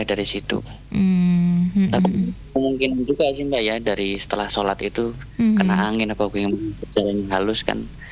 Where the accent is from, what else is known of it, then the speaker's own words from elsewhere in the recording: Lampung, Indonesia; moved away; also born or lived in Nganjuk / Ponorogo; Kan saya asli Lampung.